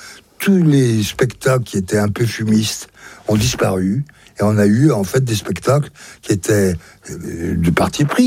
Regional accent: Belley, Auvergne-Rhône-Alpes, France; je suis chez moi à Belley. Mes parents, mon père y a exercé son activité économique et en même temps était premier adjoint. Ma mère est née là et nous a élevés ici.

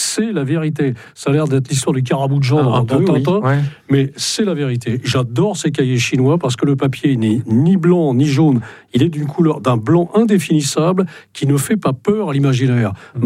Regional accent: Brittany, France; Quand on est breton, quand on aime la Bretagne, c'est une poésie permanente comme ça qu'on a au cœur, qu'on a dans le sang

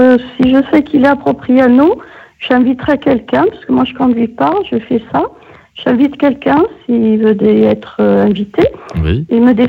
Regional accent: Ajaccio, Corsica, France; Ils vont décéder chez nous, enfin à Sartène, puisque moi je suis d'Ajaccio.

